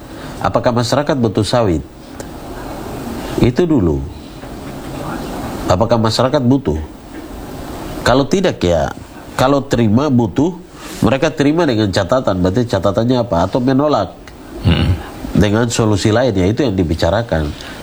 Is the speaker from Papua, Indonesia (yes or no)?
yes; Papua, Indonesia